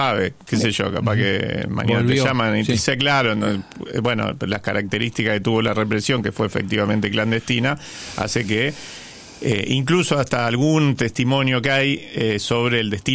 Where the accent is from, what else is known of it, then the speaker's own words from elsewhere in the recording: Río Ceballos, Córdoba, Argentina; also born or lived in France; Soy cordobés, culiao.